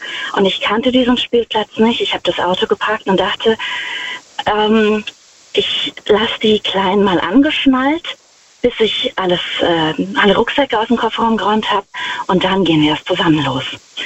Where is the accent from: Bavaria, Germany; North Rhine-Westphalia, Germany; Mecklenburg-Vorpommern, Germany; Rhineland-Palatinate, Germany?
Rhineland-Palatinate, Germany; Wittlich; Ich bin aus der Nähe von Wittlich.